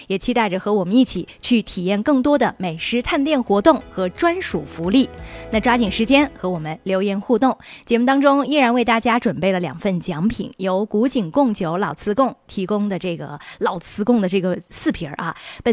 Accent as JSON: {"language": "Chinese", "region": "Xinjiang", "country": "China", "said": "其实还有很多很多的宝藏零食是我们新疆人从小吃到大的"}